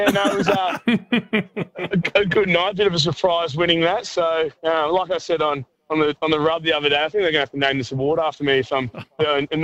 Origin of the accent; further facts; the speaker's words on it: Morwell, Victoria, Australia; I'm from Mowi.